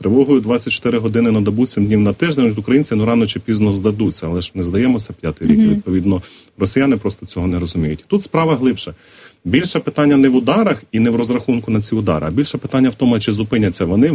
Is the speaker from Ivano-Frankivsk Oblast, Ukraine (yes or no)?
no; Odesa Oblast, Ukraine; Я з Одещини.